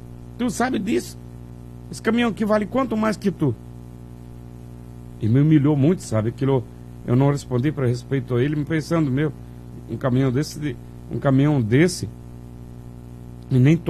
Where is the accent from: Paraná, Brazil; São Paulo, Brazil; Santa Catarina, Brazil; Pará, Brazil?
Santa Catarina, Brazil; Itaiópolis; moved away; also born or lived in Joinville; Eu sou natural de Itaió, Santa Catarina, mas eu morei muitos anos em Joinville.